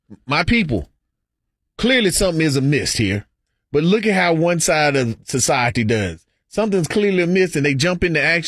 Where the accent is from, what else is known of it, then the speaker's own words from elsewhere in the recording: Henderson, North Carolina, United States; It happened in my hometown in Henderson, North Carolina.